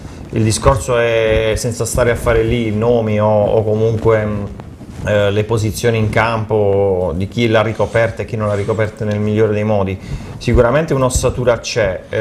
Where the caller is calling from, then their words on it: Taranto, Apulia, Italy; sono tarantino